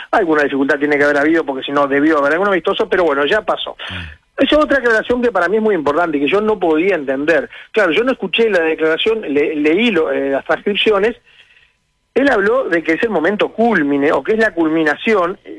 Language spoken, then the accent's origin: Spanish; Uruguay; somos bravos los uruguayos